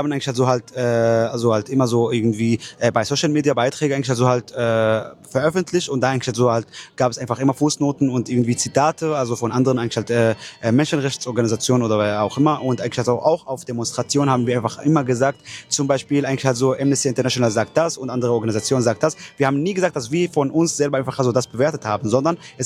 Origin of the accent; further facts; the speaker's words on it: Palestine; weil die Palästinenser beziehungsweise ich auch als Palästinenser haben das Recht eigentlich auf Rückkehr nach Palästina